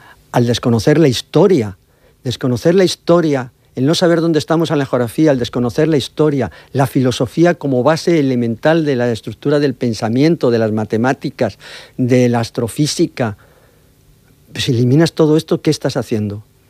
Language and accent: Spanish; Mexico; Yo vengo de México.